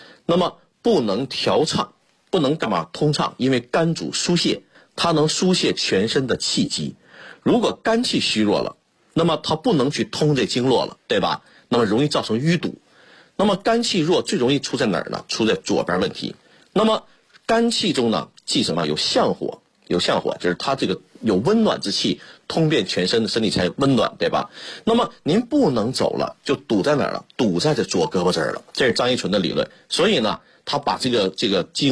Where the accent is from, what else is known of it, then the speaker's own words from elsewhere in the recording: Shenyang, Liaoning, China; 也就是在我的老家沈阳。